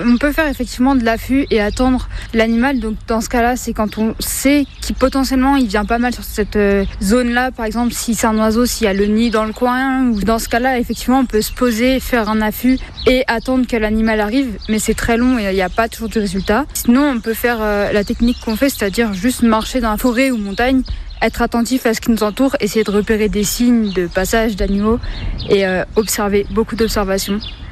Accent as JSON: {"language": "French", "region": "Grand Est", "country": "France", "said": "Je viens des Vosges."}